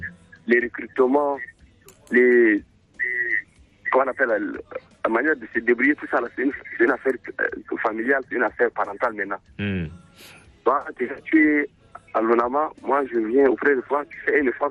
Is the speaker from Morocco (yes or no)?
yes; Tangier, Tanger-Tetouan-Al Hoceima, Morocco; Téna est de ma région, il est de la Tangier, moi je suis de la Tangier, 1-1, ça fait imaginer.